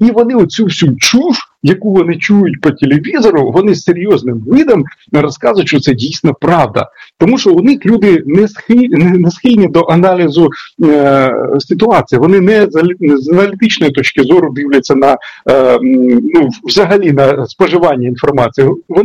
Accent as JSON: {"language": "Ukrainian", "town": "Sumy", "region": "Sumy Oblast", "country": "Ukraine", "tie": "born or raised there", "said": "В моєму рідному місті Суми була ситуація"}